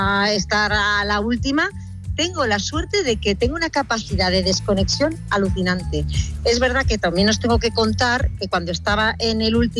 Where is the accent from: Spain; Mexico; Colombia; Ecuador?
Spain; Sabéis que yo soy vasco-granadina